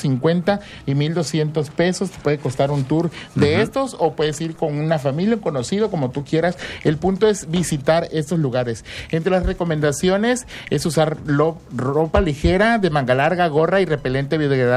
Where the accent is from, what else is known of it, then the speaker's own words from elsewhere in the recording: Tabasco, Mexico; los que somos de Tabasco conocemos el cacao